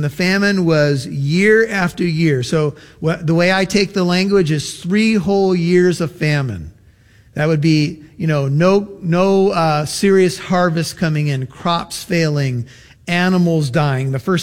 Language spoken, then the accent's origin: English; United States; as an American